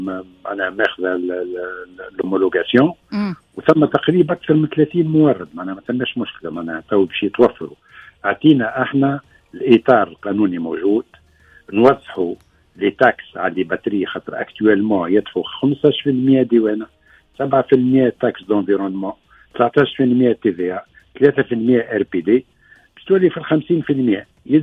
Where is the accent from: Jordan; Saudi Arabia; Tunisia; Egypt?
Tunisia; عندنا في تونس